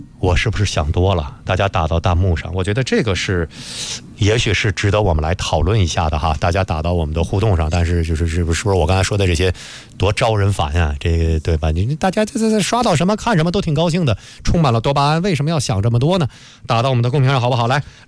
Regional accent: northern China, China; 作为北方人，一般都是所谓叫口比较重嘛

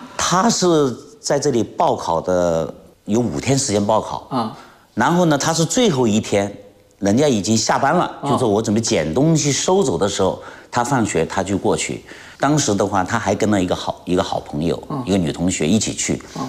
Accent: Yongxing, Hunan, China; 然后我呢从小在永兴长大，喝永兴的水，吃永兴的饭

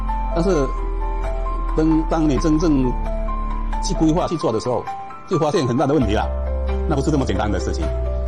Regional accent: Chaozhou, Guangdong, China; 作为一个潮州人，我觉得我们潮州应该有一家自己的华侨博物馆

